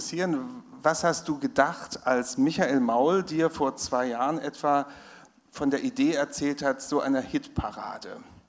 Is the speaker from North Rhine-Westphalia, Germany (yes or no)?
no; Leipzig, Saxony, Germany; Jetzt möchte ich als Leipziger auch nochmal fragen